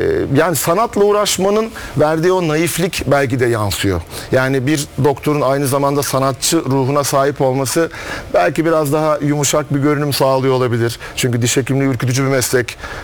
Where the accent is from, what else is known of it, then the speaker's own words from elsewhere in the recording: Biga, Çanakkale, Turkey; born there; Ben Çanakkale Biga doğumluyum. Biga'da o zamanlar gitar alınacak bir mağaza falan yok.